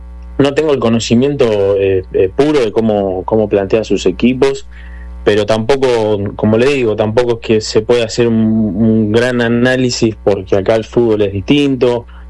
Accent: Argentina; moved away; realmente como argentino

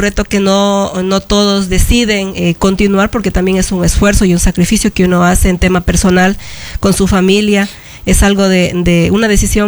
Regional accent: Yantzaza, Zamora-Chinchipe, Ecuador; soy una hija de Llanzaza

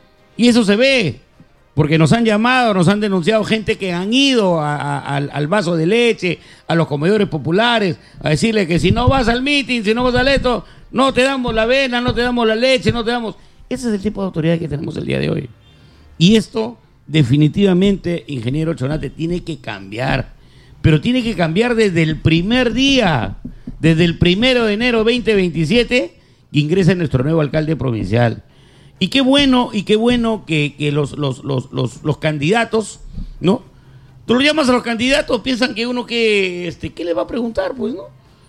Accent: Lambayeque, Peru; soy lambayecano, amo mi tierra de Lambayeque

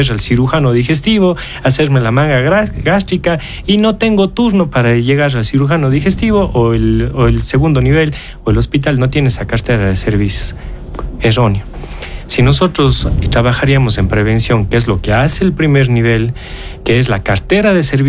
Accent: Azogues, Cañar, Ecuador; Yo soy de Azogues y hoy estoy en la querida ciudad de hermana de Cuenca

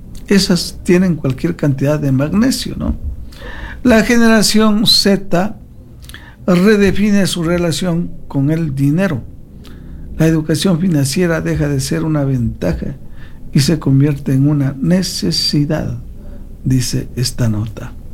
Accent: Ecuador

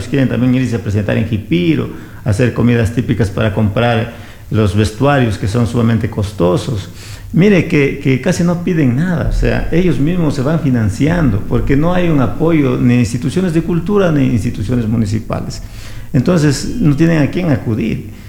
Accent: Loja, Ecuador; soy de Loja, ahí la tierra del festival

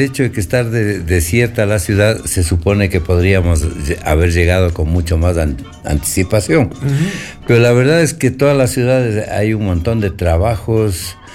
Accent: Quito, Pichincha, Ecuador; nosotros somos quiteños

